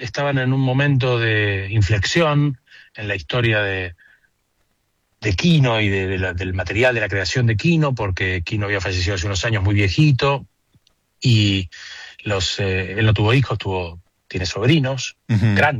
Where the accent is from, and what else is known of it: Argentina